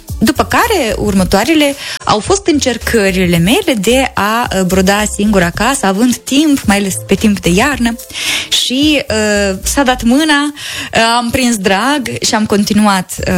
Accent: southern Codri, Moldova; zona de sud de codru. De codru mai mult, pentru că eu însă și satul meu este amplasat la o fâșie de pădure de liliac și iată cumva poate și asta m-a influențat. Pentru că eu în copilărie mă duceam să culeg liliac

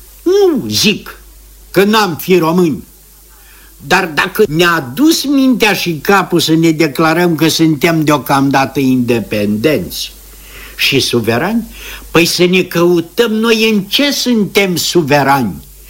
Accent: Moldova; now in Chisinau, Moldova; din satul meu natal

